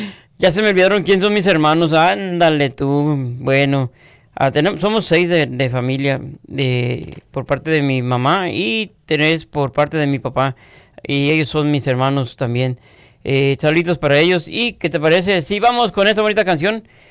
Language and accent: Spanish; Unión de Guadalupe, Jalisco, Mexico; hasta mi pueblo, Unión de Guadalupe.